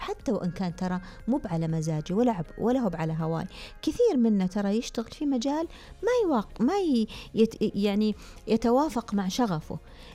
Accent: Saudi Arabia; أنا مواطنة سعودية أعتز وأفخر بكل قيمة أنا أعيشها أو اكتسبتها من هذا المجتمع،

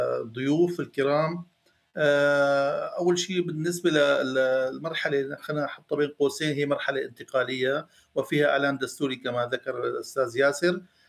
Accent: Syria

